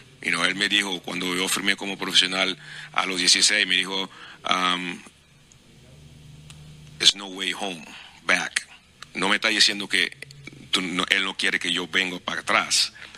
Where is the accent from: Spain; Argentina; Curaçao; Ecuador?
Curaçao; born there; Spanish is a second language; moved away; mi mamá es venezolana, crió en Venezuela, mudó a Curazao. Mi papá de Aruba, mudó de Aruba para Curazao y ahí yo nací.